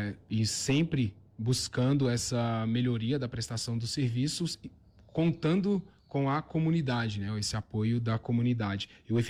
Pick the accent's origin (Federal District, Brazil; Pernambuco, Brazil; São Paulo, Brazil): Federal District, Brazil; Brasília; also born or lived in Porto Alegre; now in Soledade, Brazil; sou natural de Brasília, atuava na capital, Porto Alegre